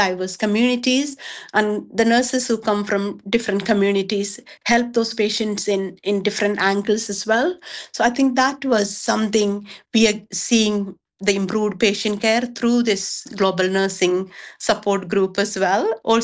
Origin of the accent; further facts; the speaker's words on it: India; moved away as an adult; now in United Kingdom; because when I came in, I didn't have the challenge of regaining my nursing registration in the UK. I came from India and I didn't have those challenges.